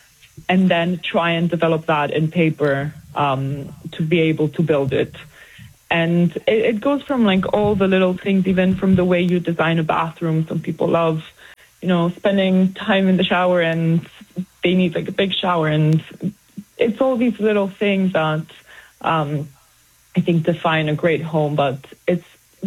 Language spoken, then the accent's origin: English; Greece; I love doing projects in Greece. I am from Greece. I've grown up going to Antiparos, and it's my island that feels like home every summer.